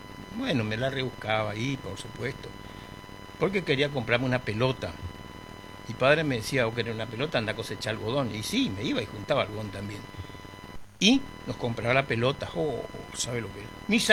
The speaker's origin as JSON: {"language": "Spanish", "region": "Buenos Aires", "country": "Argentina", "tie": "born there", "said": "Y yo soy hijo de esa tierra, por lo tanto, siempre tengo, ¿no? Esa nostalgia aunque yo me crié en Buenos Aires, tengo que decirlo por una razón obvia, ¿no? Y que mi madre me llevó a Buenos Aires"}